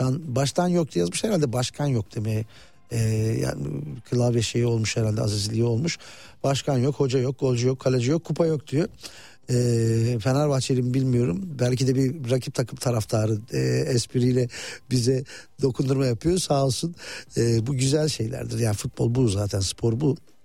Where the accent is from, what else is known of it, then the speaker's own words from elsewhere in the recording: Muş, Muş Province, Turkey; benim memleketim takımı Muş Spor.